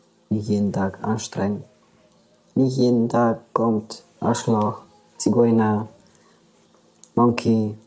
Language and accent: German; Romania; German is a second language; moved away as an adult; now in Germany; Ich komme aus Rumänien.